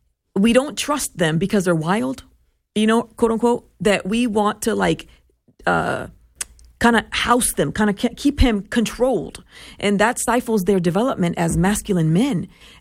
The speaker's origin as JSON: {"language": "English", "country": "Puerto Rico", "tie": "born or raised there", "said": "in my culture growing up in Puerto Rico, fathers went to work and mothers stayed home, and we were raised by our moms."}